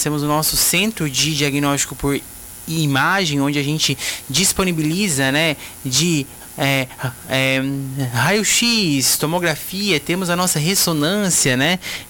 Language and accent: Portuguese; Lauro Müller, Santa Catarina, Brazil; Eu ficarei agora um pouco mais perto lá, sou natural de Lauro Miller, né? Moro lá com a minha família.